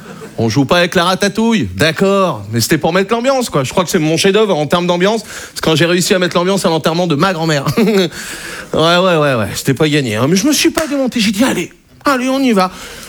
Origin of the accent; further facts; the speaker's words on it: Brittany, France; je suis breton, j'ai 20 ans.